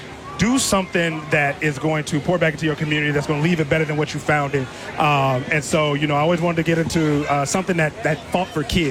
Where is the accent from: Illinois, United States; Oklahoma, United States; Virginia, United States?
Illinois, United States; Chicago; moved away as an adult; now in Milwaukee, United States; Born and raised in Chicago.